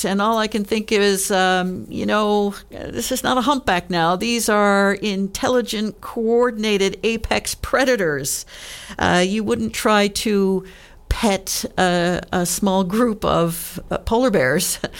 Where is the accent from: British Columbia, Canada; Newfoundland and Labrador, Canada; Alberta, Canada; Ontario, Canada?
Newfoundland and Labrador, Canada; me being a Newfoundlander, and I think a lot of Newfoundlanders say, well, there's not much to do there.